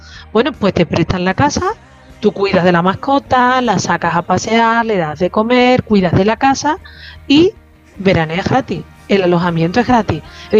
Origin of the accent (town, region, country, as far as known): Andalusia, Spain; accent: Andalusian